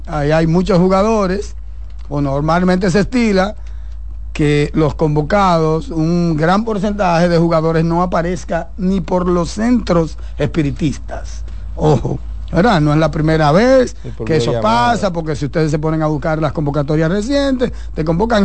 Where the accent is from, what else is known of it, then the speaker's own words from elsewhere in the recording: Dominican Republic; ¿Qué yo desearía como dominicano?